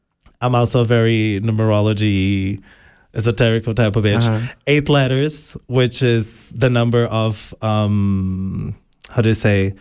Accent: Brazil; English is a second language; there was this place in my hometown that they had just free courses to like people from the community. Brazil has quite some good universal access.

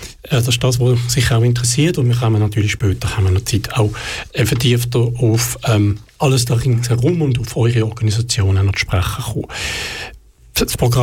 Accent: Basel, Basel-Stadt, Switzerland; Ich als Basler würde es wahrscheinlich falsch aussprechen.

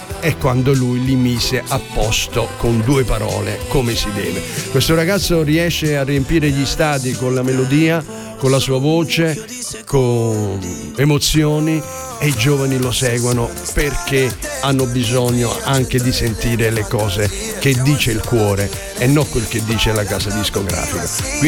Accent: Sarno, Campania, Italy; born or raised there

